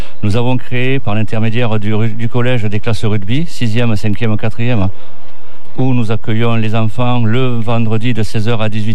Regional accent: Occitanie, France; Moi, je viens du Gers, le vin plein air.

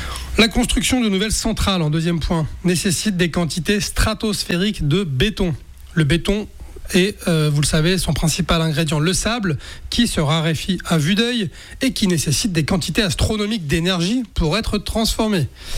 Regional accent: France; Alors évidemment, vu de chez nous en France

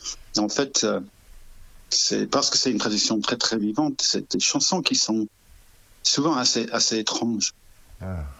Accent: England, United Kingdom; accent: English; French is a second language; moved away; Moi, je suis anglais, vous aurez compris par l'accent.

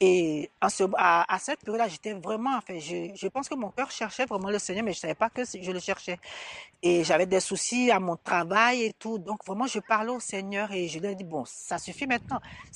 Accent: Côte d’Ivoire; je suis originaire de la Côte d'Ivoire

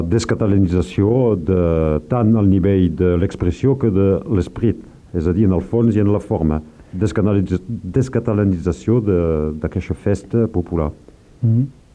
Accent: Occitania, France; fins jo de petit ho he conegut al meu poble, i la gent feien focs i en aquest moment hi havia pas aquesta organització gigantesca, que podria ser una bona cosa al límit, si se li donava, se li mantenia aquí a Catalunya Nord un sentit de catalanitat

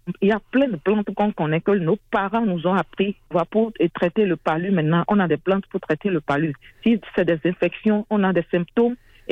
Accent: Benin; Vu qu'en Afrique, la Covid n'a pas vraiment sévi chez nous au Bénin

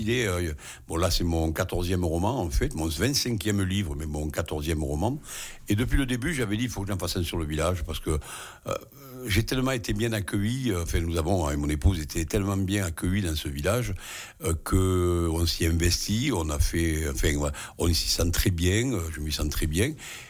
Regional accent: Béziers, Occitanie, France; moved away as an adult; now in Gajan, France; je ne suis pas natif de Gajan, mais moi je suis originaire de Béziers, de la région bitéroise, mais je suis arrivé à Gajan il y a 45 ans quasiment.

